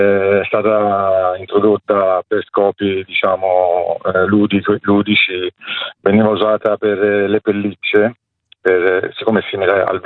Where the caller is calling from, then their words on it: Montecatini Terme, Tuscany, Italy; Sì, ciao Gianluca, buongiorno a tutti. Siamo da Montecatini Terme